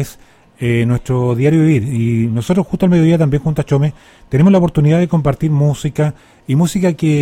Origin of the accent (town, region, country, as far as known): Chile